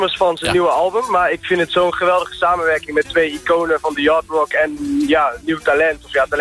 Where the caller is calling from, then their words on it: Nijmegen, Gelderland, Netherlands; Ik kom uit Nijmegen.